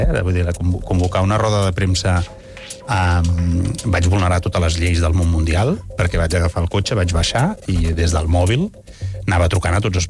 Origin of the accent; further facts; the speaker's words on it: Breda, Catalonia, Spain; jo estava al poble, jo soc de Breda, jo estava a Breda